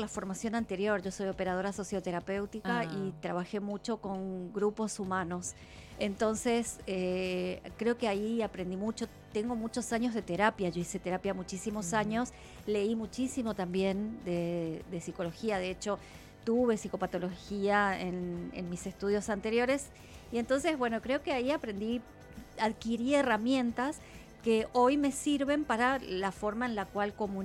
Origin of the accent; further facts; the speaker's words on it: Argentina; now in Paraguay; Nací en Argentina.